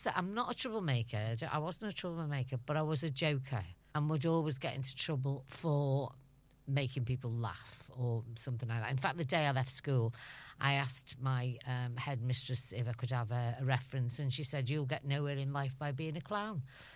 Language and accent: English; Birkenhead, North West England, United Kingdom; moved away as an adult; now in Liverpool, United Kingdom; Yeah, Birkenhead girl, born and bred. And always think of that as my town, but I've always yeah. thought of it, of Liverpool as my city, because yeah. when I left school, I worked in Liverpool.